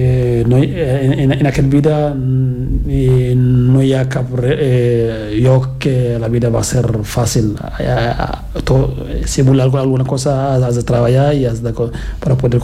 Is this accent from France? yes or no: no; Cameroon; now in Spain; Ara, quan no vaig a Camerú, la gent me considera com un espanyol, com un català.